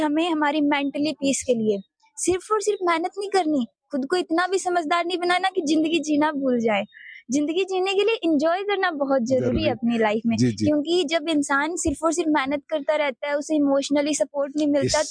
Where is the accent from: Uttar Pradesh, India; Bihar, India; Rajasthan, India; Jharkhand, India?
Rajasthan, India; Sri Ganganagar; मैं श्री गंगानगर राजस्थान से बिलोंग करती हूँ।